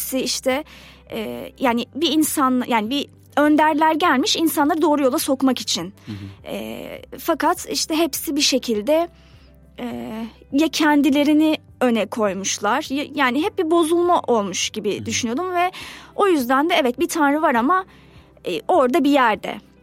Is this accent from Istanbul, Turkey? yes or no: yes; Istanbul, Turkey; born there; Ben 88 doğumluyum. İstanbul'da doğdum. Ailem de yani İstanbul'daydı hep. Müslüman bir aileden geliyorum.